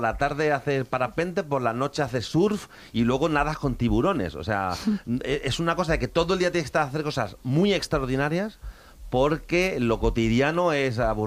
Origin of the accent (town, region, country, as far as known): Extremadura, Spain